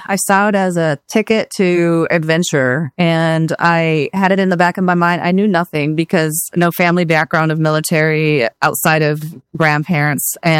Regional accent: Minnesota, United States; I was born in 1974, grew up in a small town, 1,200 people, northern Minnesota, with one traffic light.

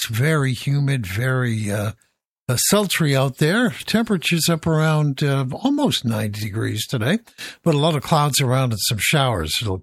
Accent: Westbrook, Maine, United States; but he spent a lot of time in Westbrook, Maine, my hometown. And so we kind of claimed him as our own. We had Vallee Square and all that.

